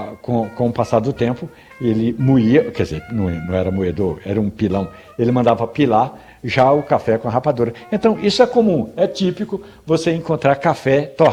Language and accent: Portuguese; Carnaíba, Pernambuco, Brazil; Olha, Edson, eu me lembro quando eu era pequeno lá em Carnaíba, tinha um tio meu que torrava café e ele já torrava o café com a rapadura dentro.